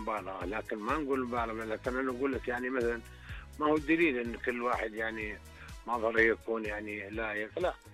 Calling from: Riyadh, Riyadh Province, Saudi Arabia; من الرياض طبعا.

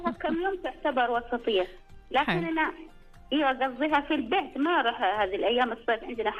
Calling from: Sabya, Jazan Province, Saudi Arabia; أنا محافظة مدينة هي، بس يقول لها محافظة صبية.

